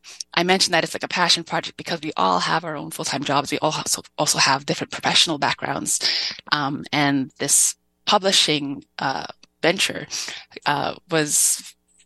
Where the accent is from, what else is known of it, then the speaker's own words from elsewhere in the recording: Winnipeg, Manitoba, Canada; For myself, I'm born and raised in Winnipeg. And so what does it mean for me as a second generation Filipino-Canadian?